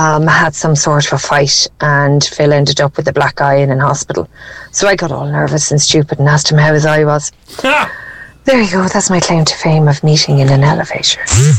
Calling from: Cork, Munster, Ireland; here from Cork.

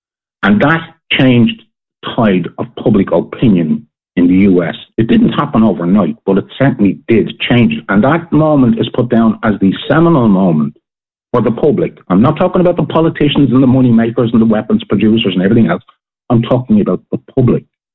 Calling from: Ireland; because I'm Irish

